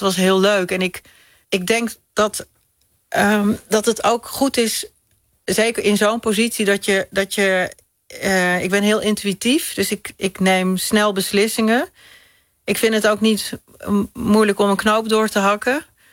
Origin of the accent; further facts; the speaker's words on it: Hoevelaken, Gelderland, Netherlands; Dit was in Hoevelaken, waar ik opgegroeid ben.